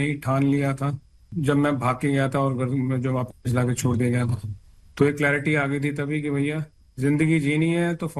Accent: Roorkee, Uttarakhand, India; also born or lived in Jagadhri, Haryana; मेरा जन्म हरियाणा में हुआ है, जगाधरी के पास, और मेरी सारी स्कूलिंग जो हुई है वो अब जिसको उत्तराखंड बोलते हैं, रुड़की, जो IIT रुड़की के लिए मशहूर है, वहां पे हुई है।

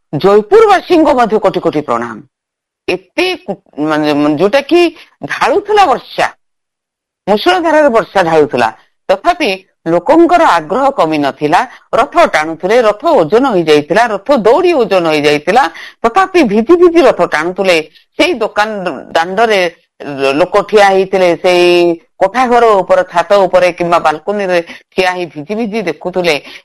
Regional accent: Odisha, India; ଆମେ ଓଡ଼ିଆ ହିସାବରେ, ଆମେ ହିନ୍ଦୁ ହିସାବରେ, ଓଡ଼ିଆ ହିସାବରେ, ଓଡ଼ିଶାବାସୀ ହିସାବରେ ଯୋଉ ଆନ୍ତରିକତା ରହେ

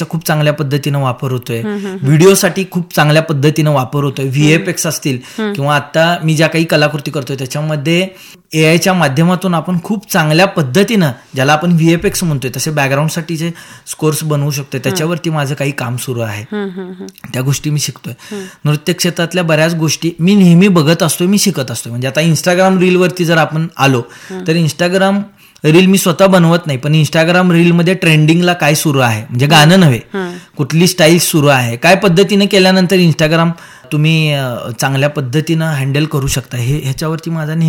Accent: Sangli, Maharashtra, India; मला इचलकरंजीचा, माझं मूळ गाव इचलकरंजी आहे, म्हणजे लहानपणापासून वडील लहान असल्यापासून आम्ही सांगलीत राहतोय

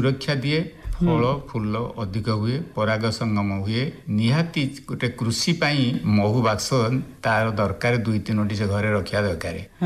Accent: Saripur, Odisha, India; ପୁରୀ ଜିଲ୍ଲା Astaranga block ସରିପୁର GP ସରିପୁର ଗ୍ରାମରେ ଆମ ଘର। ଆମ ଗାଁ ଏକ ଐତିହ ଗାଁ, ଏ ଗାଁ ପ୍ରାଚୀ ନଦୀ କୂଳରେ।

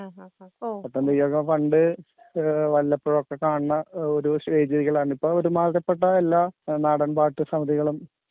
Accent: Mulavukad, Kerala, India; മുളവുകാട് ഒരു ഗ്രാമത്തിൽ ജനിച്ചു വളർന്നാണ്.

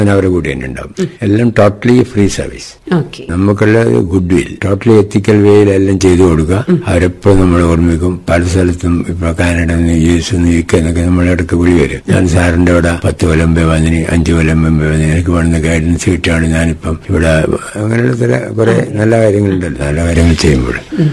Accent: Cherukunnu, Kerala, India; moved away as an adult; also born or lived in Kalliasseri / Bombay; ഞാൻ ജനിച്ചത് കല്യാശ്ശേരിയിലാണ്. വളർന്നത് മുഴുവൻ ചെറുകുന്നിലും സ്കൂളിംഗ് കല്യാശ്ശേരിയും ചെറുകുന്നിലായിട്ട് കഴിഞ്ഞു.

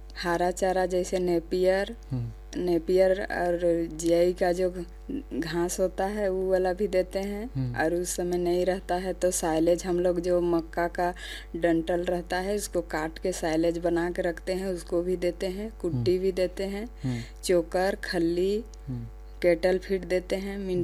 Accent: Itki Thakur, Jharkhand, India; जी इटकी ठाकुर गांव।

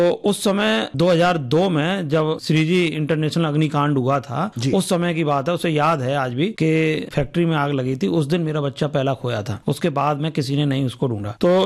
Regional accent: Agra, Uttar Pradesh, India; देखिए, मैं प्रॉपर आगरा से ही हूं और आगरा में ही मेरा जन्म हुआ है।

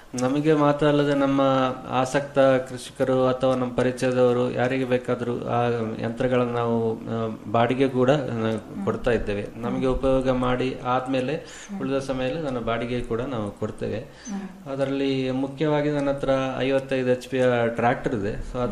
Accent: Puttur, Karnataka, India; ದಕ್ಷಿಣ ಕನ್ನಡ ಜಿಲ್ಲೆಯ ಪುತ್ತೂರು ನನ್ನ ಊರು.

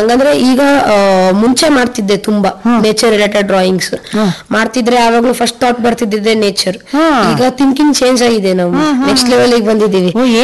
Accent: Kushalnagar, Karnataka, India; born there; ಕುಶಾಲ್ ನಗರದಲ್ಲಿ. ಅಲ್ಲಿ ತುಂಬಾ ಮೆಮೊರೀಸ್ ಇದೆ ನಂಗೆ.

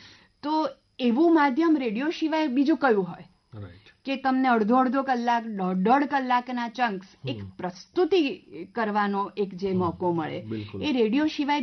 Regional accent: Ahmedabad, Gujarat, India; also born or lived in Delhi; હું અમદાવાદની જ છું અને આઈ બિલોંગ ટુ ગુજરાત અમદાવાદ

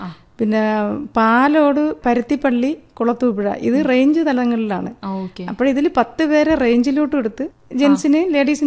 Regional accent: Thiruvananthapuram district, Kerala, India; കാട്ടിലാണ് ജനിച്ചതും വളർന്നതും എല്ലാം കാട്ടിലാണ്. അഗസ്ത്യരൂപത്തിന്റെ താഴ്വരയിലാണ് പേപ്പാറ സ്ഥിതി ചെയ്യുന്നത്. അവിടെയുള്ള ഒരു വനത്തിലാണ് എന്റെ വീട്, മീനങ്കൽ പന്നിക്കുഴി എന്ന സ്ഥലത്താണ്.

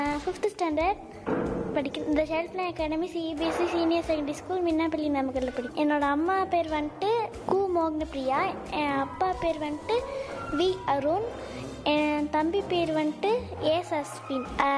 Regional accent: Tamil Nadu, India

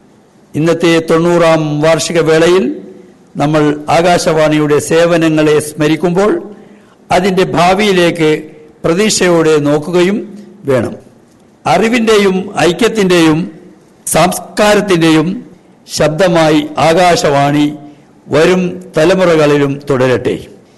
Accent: Lakshadweep, India; also born or lived in Kozhikode; എന്റെ ദ്വീപിൽ ആദ്യകാലത്ത് വൈകുന്നേരം 5 മണി മുതൽ 9 മണി വരെ ആകാശവാണി പ്രോഗ്രാം ലൗഡ് സ്പീക്കർ ഉപയോഗിച്ച് പൊതുജനങ്ങളെ കേൾപ്പിക്കുമായിരുന്നു.

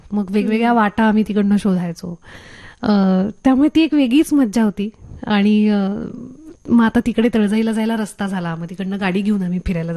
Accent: Pune, Maharashtra, India; सहकारनगरमध्ये आम्ही राहतो. माझं बालपण सगळं तिकडे गेलं आणि सहकारनगरच इतकं काय म्हणू नेचरमध्ये आहे, म्हणजे निसर्गाच्या सान्निध्यात आहे. कारण इकडे तळजाई, तिकडे वाघजाई, इथे पर्वती, असं तिन्ही बाजूंच्या मध्ये ते आहे.

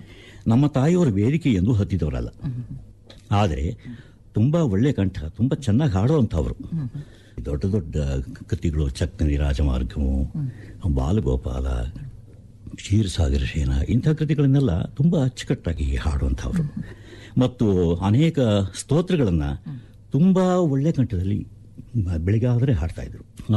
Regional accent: Mysore, Karnataka, India; ನಾನು ಮೈಸೂರಿನವನೇ, ಮೈಸೂರಿನಲ್ಲಿ ಹುಟ್ಟಿದವನು ಬೆಳೆದವನು.

